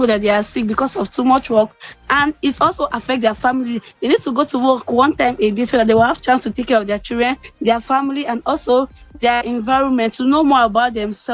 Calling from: Abuja, Federal Capital Territory, Nigeria

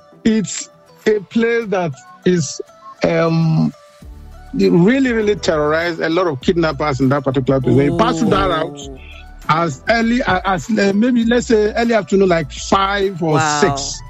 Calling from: Abuja, Federal Capital Territory, Nigeria; I'm calling from Katapé

